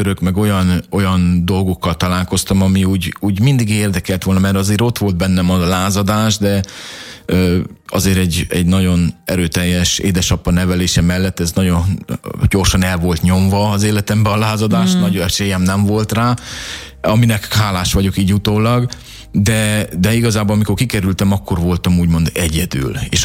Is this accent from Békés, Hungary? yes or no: no; Hajdúsámson, Hajdú-Bihar, Hungary; born or raised there; moved away as an adult; also born or lived in Debrecen / England